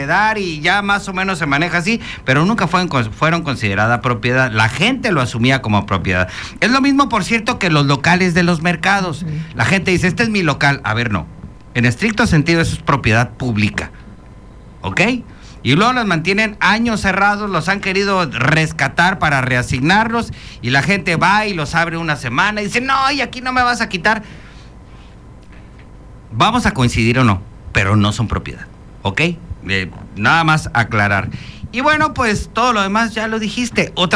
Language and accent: Spanish; Chetumal, Quintana Roo, Mexico; las cosas que nos hacemos entre chetumaleños.